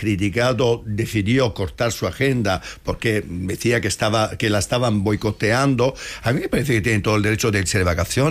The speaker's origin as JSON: {"language": "Spanish", "town": "Madrid", "region": "Community of Madrid", "country": "Spain", "said": "Que a mí como madrileño, lo digo como madrileño, que se espera que su presidente de comunidad autónoma gobierne para todos los madrileños"}